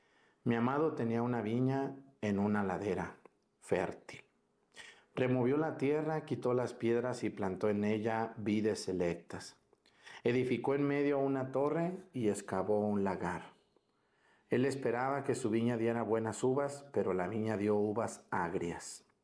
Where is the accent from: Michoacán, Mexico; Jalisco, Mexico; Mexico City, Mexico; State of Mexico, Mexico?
Jalisco, Mexico; Mexticacán; born there; moved away; allá en mi pueblo, en Mesticacán